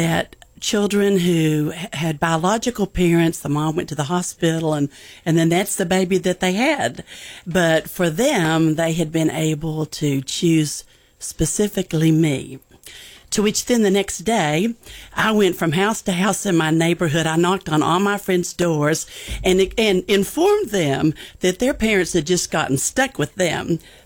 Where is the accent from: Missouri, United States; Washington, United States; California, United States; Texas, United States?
Texas, United States; Wichita Falls; born there; I was born in Wichita Falls, was in an orphanage with Volunteers of America for a period of time.